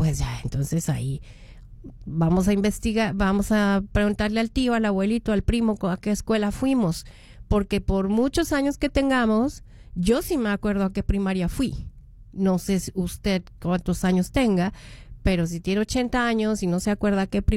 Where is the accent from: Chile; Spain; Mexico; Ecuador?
Mexico; moved away; soy mexicana en el exterior